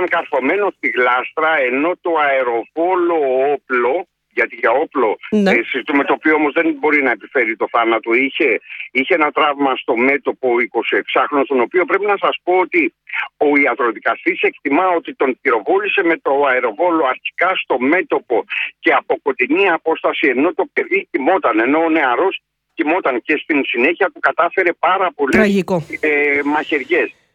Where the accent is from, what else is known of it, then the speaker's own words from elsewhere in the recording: Western Greece, Greece; στην πατρίδα μου, στην Αχαΐα